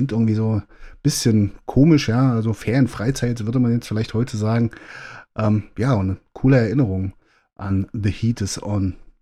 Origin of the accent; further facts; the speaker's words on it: East Germany, Germany; als Kind in der DDR